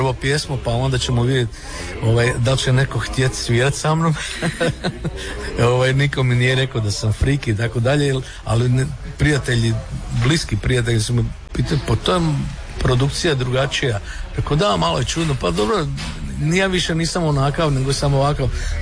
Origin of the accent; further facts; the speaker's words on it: Osijek, Osijek-Baranja County, Croatia; Ali dobro, Slavonija u stvari, on je rodom iz ove Gradiške, mi smo iz Osijeka